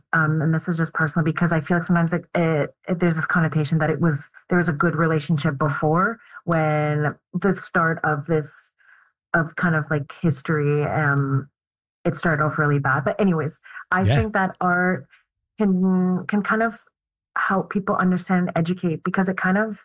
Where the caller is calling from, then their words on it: Montreal, Quebec, Canada; And I also, I'm speaking from Montreal.